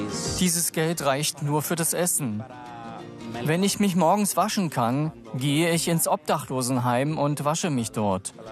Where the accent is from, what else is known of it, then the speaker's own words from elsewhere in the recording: Honduras; moved away as an adult; Ich komme aus Honduras. Wir sind Auswanderer. Wir sind aus wirtschaftlichen, politischen, kulturellen und sozialen Gründen ausgewandert